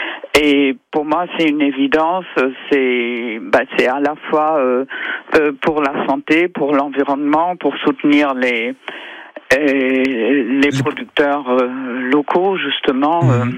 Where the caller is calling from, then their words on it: Voiron, Auvergne-Rhône-Alpes, France; je suis à Voiron